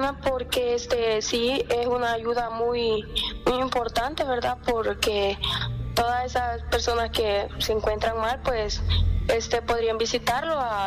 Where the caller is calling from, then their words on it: Sonsonate, El Salvador; De Sonsonate.